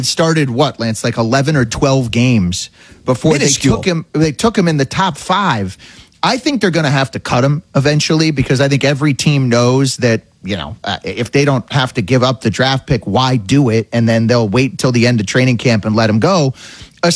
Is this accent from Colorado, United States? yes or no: yes; Denver, Colorado, United States; You're going to make me talk about the failures of my hometown Denver Nuggets.